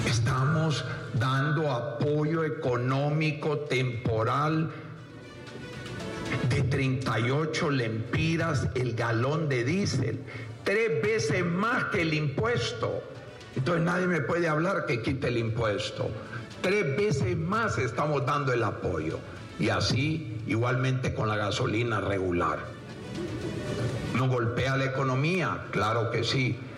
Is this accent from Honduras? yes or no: yes; Honduras; todos como hondureños, tenemos que poner nuestra parte.